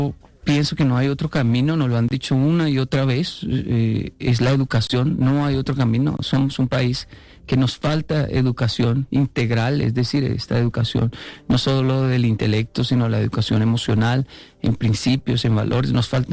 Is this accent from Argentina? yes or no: no; Colombia; me da envidia como colombiano